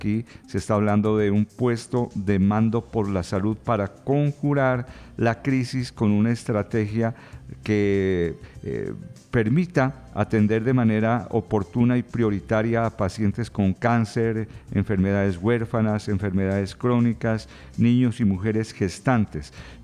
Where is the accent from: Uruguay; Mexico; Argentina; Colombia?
Colombia; me interesa como colombiano, como ciudadano del común